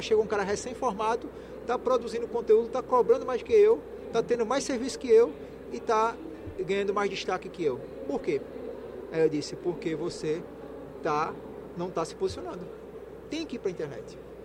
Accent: Northeast Region, Brazil; Como nordestino, eu sou sempre muito bem recebido em todo o Nordeste.

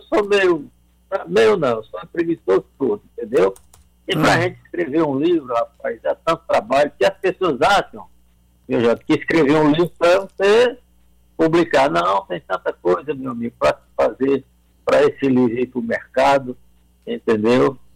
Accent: Juazeiro do Norte, Ceará, Brazil; also born or lived in Cedro; Mas agora eu cheguei em Juazeiro muito garoto, cheguei aqui com, ia fazer 13 anos de idade, 65, e aqui eu fiz a minha vida no futebol, cresci aqui

